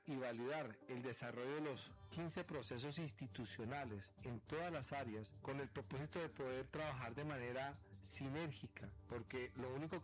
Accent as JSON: {"language": "Spanish", "country": "Colombia"}